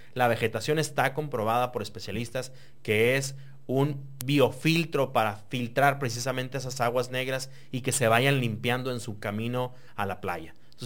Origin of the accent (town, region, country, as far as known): Mexico